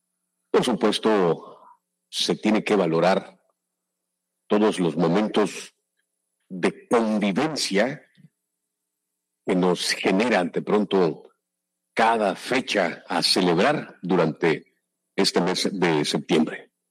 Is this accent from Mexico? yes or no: yes; Mexico